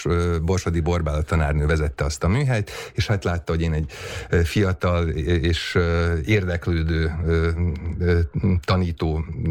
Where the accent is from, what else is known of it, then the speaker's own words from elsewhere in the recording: Hungary; magyarként itt élünk Európa közepén